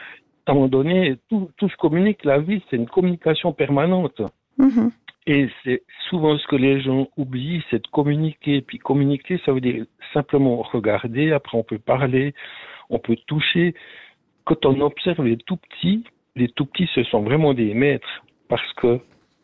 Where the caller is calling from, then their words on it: Neuchâtel, Switzerland; moi, j'ai 62 ans et puis j'habite dans le canton de Neuchâtel.